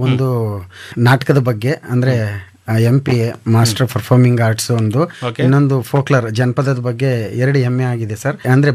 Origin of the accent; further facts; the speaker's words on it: Chamarajanagar, Karnataka, India; moved away as an adult; also born or lived in Mysore; ಯಳಂದೂರು ತಾಲೂಕು ಚಂಗಚಳ್ಳಿ ಅಂತ ಗ್ರಾಮ ಸರ್. ಅಲ್ಲಿ ಒಂದು ಪುಟ್ಟ ಹಳ್ಳಿ, ಅಲ್ಲಿಗೆ ಏನೋ ಒಂದು ಬಸ್ಸು ಎರಡು ಬಸ್ ಇರ್ಬೋದು.